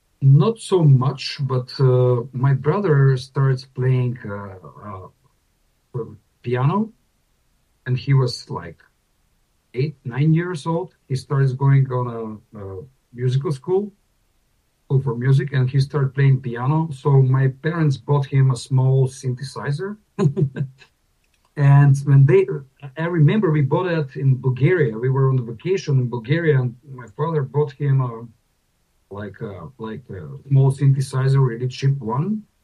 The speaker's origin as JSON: {"language": "English", "town": "Kumanovo", "country": "North Macedonia", "moved": "yes", "lives_now": "Skopje, North Macedonia", "said": "So now I'm currently in Ohrid at the moment, but I'm living in Skopje. And I'm from Kumanovo."}